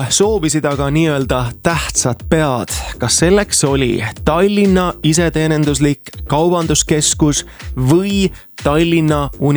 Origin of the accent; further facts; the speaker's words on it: Tartu, Tartu County, Estonia; Ma olen nagu põline tartukas.